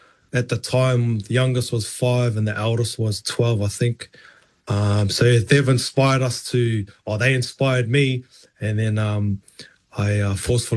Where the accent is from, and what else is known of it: Auckland, New Zealand; born or raised there